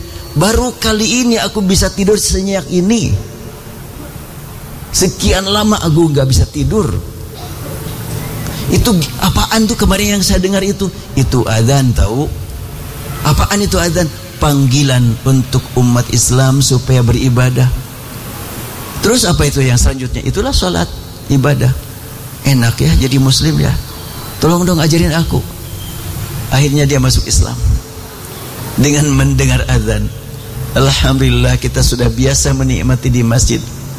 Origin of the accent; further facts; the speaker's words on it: Indonesia; born there; Aku dilahirkan di Indonesia, aku ridha ya Allah.